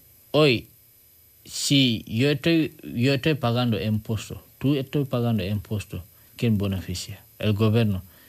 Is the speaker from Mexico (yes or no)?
no; Senegal; Spanish is a second language; now in Spain; Porque yo vengo de Senegal. Ahora estoy en España. Pero para mí, yo me siento aquí como mi país.